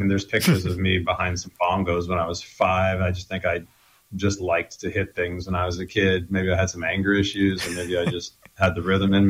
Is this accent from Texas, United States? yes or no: no; New Jersey, United States; We're both from New Jersey.